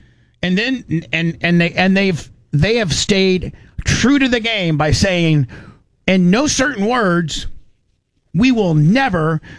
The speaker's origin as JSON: {"language": "English", "country": "United States", "said": "as an American who wants what's best for our country"}